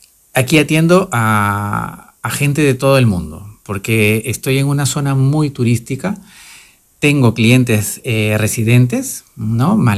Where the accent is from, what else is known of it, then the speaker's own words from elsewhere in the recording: Trujillo, La Libertad, Peru; moved away as an adult; now in Alhaurín de la Torre, Spain; Yo soy peruano. Mis dos padres son de allá, somos del norte del Perú, de la ciudad de Trujillo.